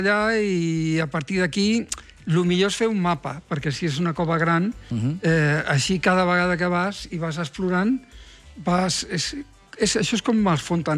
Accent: Quesa, Valencian Community, Spain; jo sóc d'un poble de València

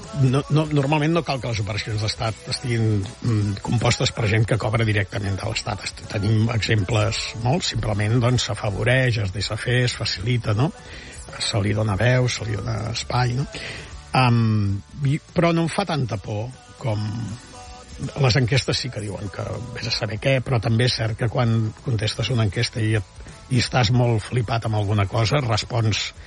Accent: Catalonia, Spain

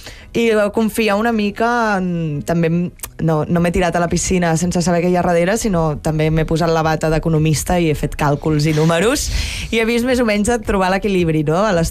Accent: Catalonia, Spain; soc una persona molt, una mica rata, com a bona catalana.

